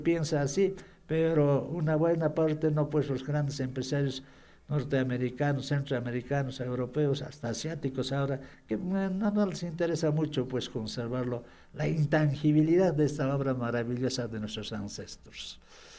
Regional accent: Peru; esa reliquia que tenemos los peruanos

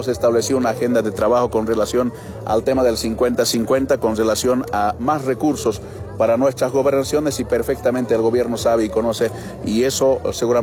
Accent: Bolivia; conocemos, sabemos cómo nos estamos hundiendo como pueblo boliviano

